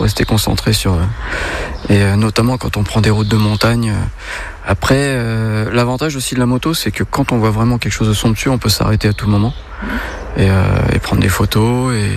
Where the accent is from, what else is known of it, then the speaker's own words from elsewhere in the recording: La Rochelle, Nouvelle-Aquitaine, France; Moi, je suis de La Rochelle.